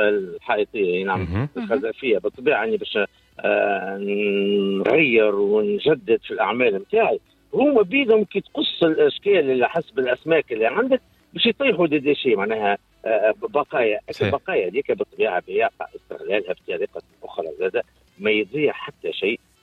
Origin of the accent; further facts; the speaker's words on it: Tunisia; هو أكبر ميتينج عندنا في تونس